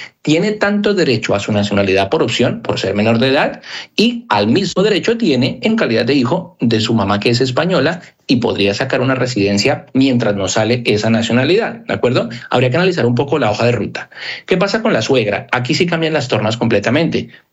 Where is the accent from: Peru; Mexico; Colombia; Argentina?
Colombia; now in Spain; en este caso los que somos de Colombia